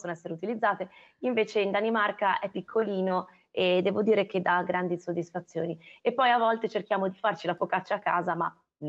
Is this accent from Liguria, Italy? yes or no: yes; Pra', Liguria, Italy; Io peraltro sono originaria di Pra, perché i miei genitori abitano a Pra